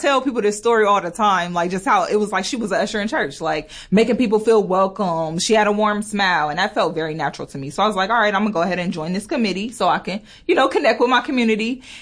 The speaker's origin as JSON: {"language": "English", "town": "Cleveland", "region": "Ohio", "country": "United States", "tie": "born or raised there", "said": "Because I grew up on 26 in Cleveland."}